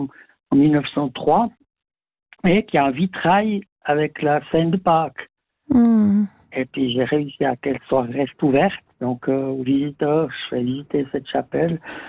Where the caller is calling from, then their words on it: Vaud, Switzerland; j'habite donc dans un petit village, dans le Gros de Vaud, depuis plus de 50 ans.